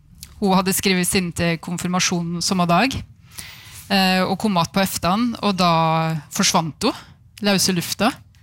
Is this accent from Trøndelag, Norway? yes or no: no; Vinstra, Innlandet, Norway; så begynte å prate med folk i Dalen, da, Kvam-området og Vinstra der jeg er fra.